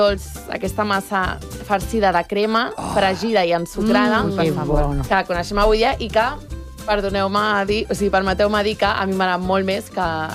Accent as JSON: {"language": "Catalan", "town": "Barcelona", "region": "Catalonia", "country": "Spain", "said": "D'aquí, de Barcelona."}